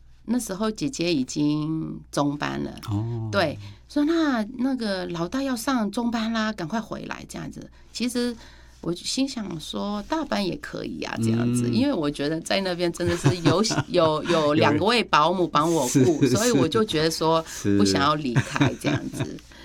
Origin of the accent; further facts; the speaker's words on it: Myanmar; now in Taiwan; 我一直都是说我是缅甸人。